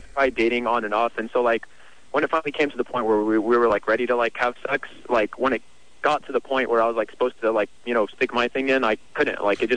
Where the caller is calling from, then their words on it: Egypt; I'm from Egypt.